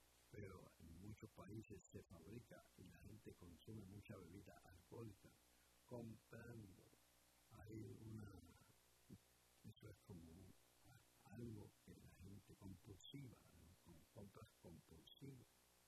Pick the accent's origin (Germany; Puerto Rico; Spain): Puerto Rico; Vega Baja; Yo soy del pueblo de Vega Baja